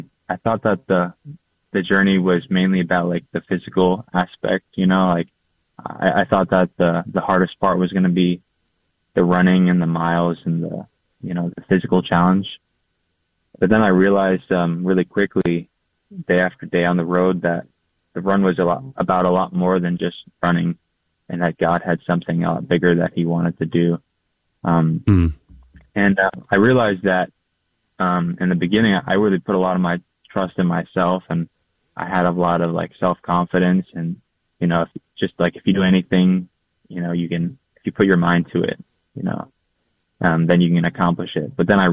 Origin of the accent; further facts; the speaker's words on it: Virginia, United States; So the Front Royal Pregnancy Center is a local pregnancy center right near my hometown in Northern Virginia.